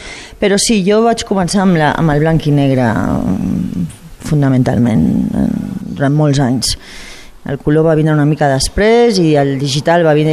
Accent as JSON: {"language": "Catalan", "town": "Àger", "region": "Catalonia", "country": "Spain", "tie": "born there", "also_born_or_lived": "Mediterranean coast / United States", "moved": "as an adult", "said": "jo vinc de mare francesa i de pare català, i jo vaig créixer els primers anys bueno, una mica entre la costa mediterrània i aquí, al Pirineu català. Estàvem a Àger. I llavors, tots els records de la meva infància més tendra són a Àger."}